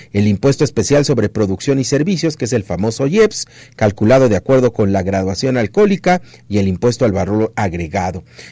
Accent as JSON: {"language": "Spanish", "country": "Mexico"}